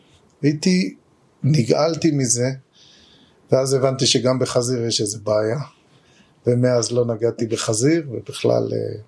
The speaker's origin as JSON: {"language": "Hebrew", "town": "Jerusalem", "region": "Jerusalem District", "country": "Israel", "said": "כן, אני מזרחי ירושלמי, והיא מזרחי הצפתי."}